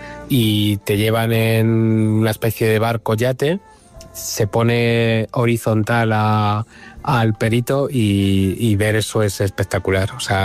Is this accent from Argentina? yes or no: no; Madrid, Community of Madrid, Spain; Hola, buenas.